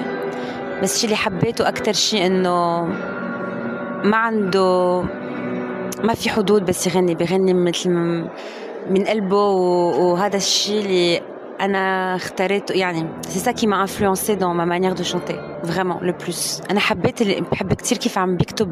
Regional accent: Syria; also born or lived in France; أنا كفرنسية وسورية ما في كتير أوقات ما كان أعرف من وين أنا، يعني إذا أنا سورية أو فرنسية

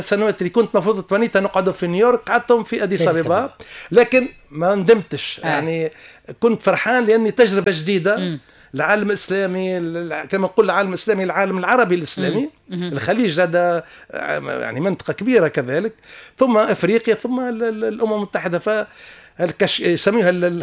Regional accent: Tunisia

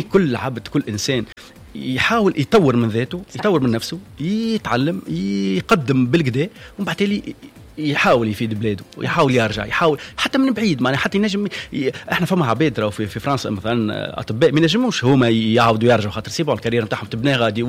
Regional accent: Tunisia; also born or lived in France; اللي قريت في الفاكولتي نتاعنا لهنا المونستير ومن بعد عملت زاولت الاختصاص نتاعي في تونس أربع سنين

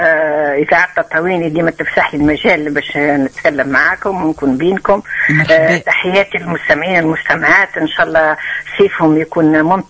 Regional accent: Tunisia

